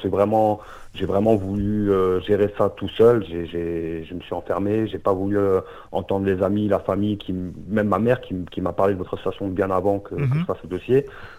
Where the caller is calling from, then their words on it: Grand Est, France; Je suis en Alsace-Moselle.